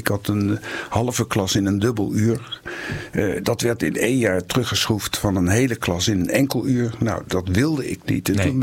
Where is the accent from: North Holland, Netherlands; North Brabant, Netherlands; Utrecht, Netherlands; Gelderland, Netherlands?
Gelderland, Netherlands; Ede; born there; also born or lived in Assen; Ik ben geboren in Ede, maar dat is puur toeval, want mijn opa die was militair en die was daar gelegerd.